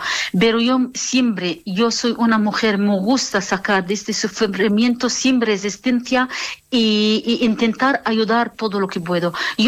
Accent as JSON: {"language": "Spanish", "country": "Palestine", "moved": "yes", "lives_now": "Navarre, Spain", "said": "Y yo como palestina"}